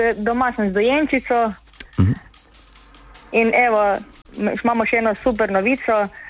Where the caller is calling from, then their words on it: Celje, Savinjska, Slovenia; Iz Celja sem.